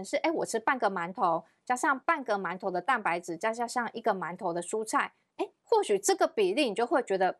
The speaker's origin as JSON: {"language": "Chinese", "country": "Taiwan", "said": "其实我们台湾有很多女性的乳房外科医师。"}